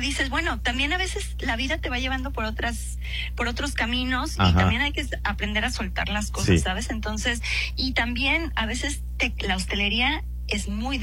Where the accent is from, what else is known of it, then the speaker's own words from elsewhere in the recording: Mexico; now in Madrid, Spain; soy un amante de mi país, soy orgullosamente mexicana, pero la seguridad que se tiene aquí en España, en Madrid